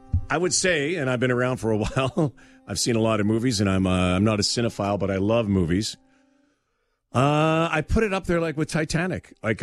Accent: Canada; I shouldn't say Z. I'm Canadian. and especially Canadian now.

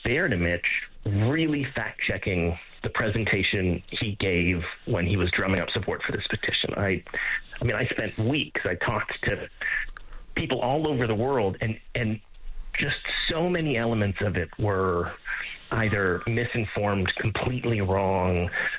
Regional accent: Calgary, Alberta, Canada; also born or lived in Edmonton; Yeah, so I'm from Alberta. I grew up in Calgary, born in Edmonton

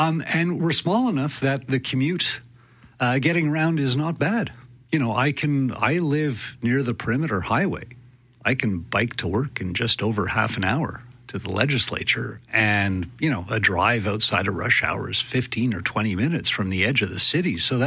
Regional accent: Montreal, Quebec, Canada; moved away as an adult; now in Winnipeg, Canada; And having been born and raised in Montreal, spent about the first 24 years of my life there.

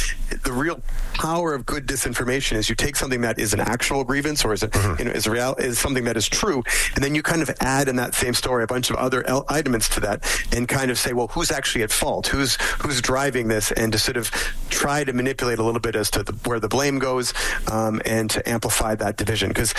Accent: Saskatchewan, Canada; I'm from Saskatchewan, I understand, and we're based in Saskatchewan.

